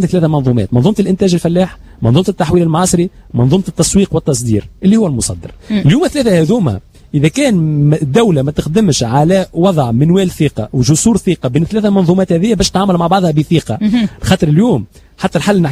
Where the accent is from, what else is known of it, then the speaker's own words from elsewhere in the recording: Tunisia; أكبر أبرات موجودة في إفريقيا عندنا في تونس.